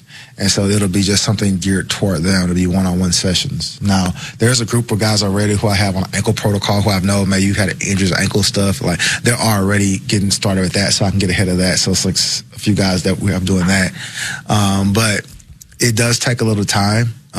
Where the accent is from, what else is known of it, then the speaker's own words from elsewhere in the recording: the South, United States; moved away as an adult; now in Nebraska, United States; I'm from the South, too. Like, you got to think, like, I've grown up in the South my entire life.